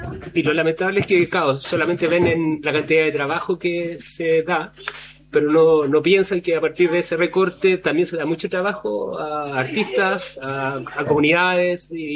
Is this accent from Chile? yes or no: yes; Chile; lo que nos da forma de ser como latinoamericano y como chileno